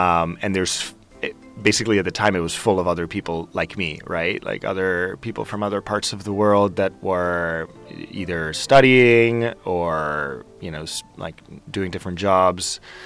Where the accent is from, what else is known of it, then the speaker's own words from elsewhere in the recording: Sant Just Desvern, Catalonia, Spain; first language Spanish; English is a second language; moved away as an adult; also born or lived in New York; especially like growing up in Sant Just, Barcelona was like, it's like the city, right?